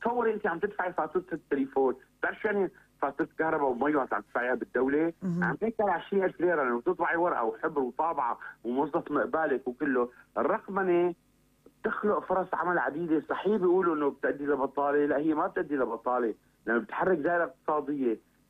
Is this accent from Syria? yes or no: yes; Syria; نحن بسوريا